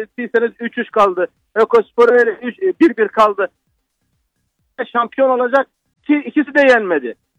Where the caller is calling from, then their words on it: Şanlıurfa, Turkey; Şanlıurfa'dan arıyorum.